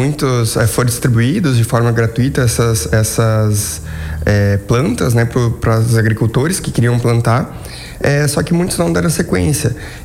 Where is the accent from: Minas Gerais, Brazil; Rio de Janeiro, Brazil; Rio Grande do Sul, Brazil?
Rio Grande do Sul, Brazil; Porto Alegre; accent: gaúcho; É, o pessoal fala que eu não tenho muito sotaque gaúcho. É porque de Porto Alegre tem um sotaque meio diferente